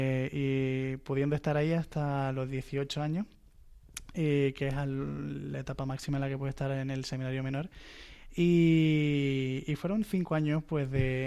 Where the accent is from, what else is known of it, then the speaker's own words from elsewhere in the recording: Equatorial Guinea; Yo, pues, vengo de Guinea Ecuatorial, nací allí, mi madre es nativa de allí, de Bata.